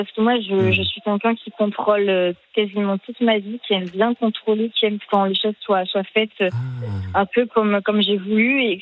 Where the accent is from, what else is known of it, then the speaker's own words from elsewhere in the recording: Bordeaux, Nouvelle-Aquitaine, France; Oui, donc moi je suis de Bordeaux